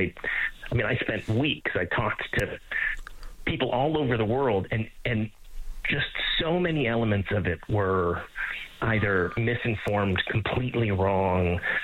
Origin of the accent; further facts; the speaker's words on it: Calgary, Alberta, Canada; also born or lived in Edmonton; Yeah, so I'm from Alberta. I grew up in Calgary, born in Edmonton.